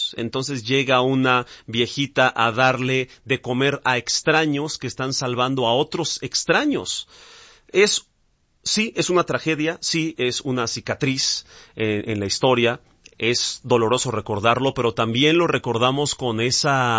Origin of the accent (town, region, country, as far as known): Mexico